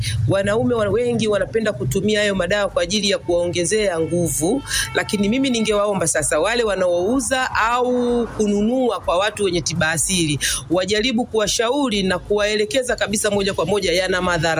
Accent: Bunda, Mara, Tanzania; natoka kata ya Bunda mjini, mtaa wa Nyerere.

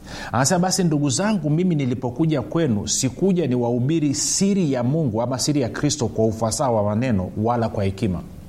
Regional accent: Monduli, Arusha, Tanzania; moved away; mimi nilikulia sehemu wanaita Monduli.

